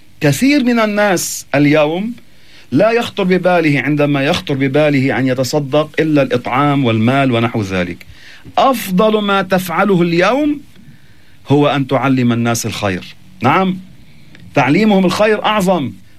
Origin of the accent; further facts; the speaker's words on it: Lebanon; عندنا في لبنان